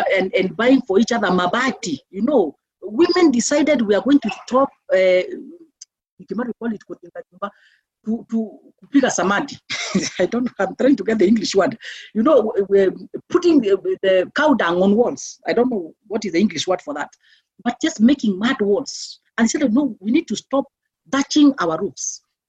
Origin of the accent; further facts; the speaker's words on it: Meru, Meru County, Kenya; I always like giving the analogy of where I grew up in Meru, that I grew up in the family that I grew up, but in the midst of very severe poverty.